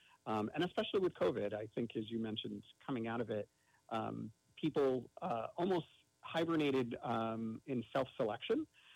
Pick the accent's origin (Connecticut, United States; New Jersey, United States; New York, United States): New York, United States; You know, I'm born and bred in New York, so I really take that to heart.